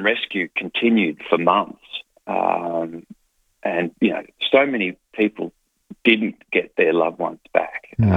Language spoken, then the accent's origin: English; Bendigo, Victoria, Australia; I was petrified. I didn't know. I'm a boy from Bendigo.